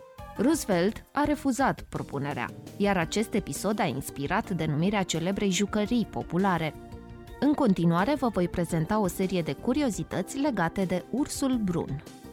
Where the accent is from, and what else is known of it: Romania